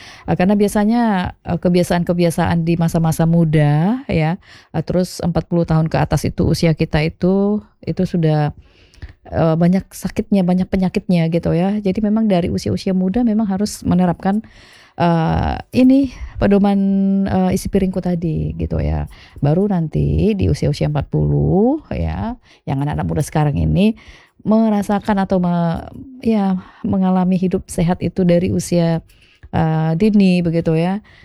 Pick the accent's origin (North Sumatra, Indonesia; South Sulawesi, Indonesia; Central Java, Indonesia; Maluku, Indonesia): North Sumatra, Indonesia; Tapi kadang-kadang ya jujur juga sih kalau kita itu ya orang Batak itu makannya harus banyak